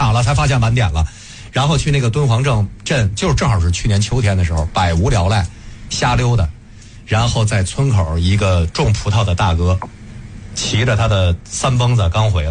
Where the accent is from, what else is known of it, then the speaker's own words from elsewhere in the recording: China; 我们中国人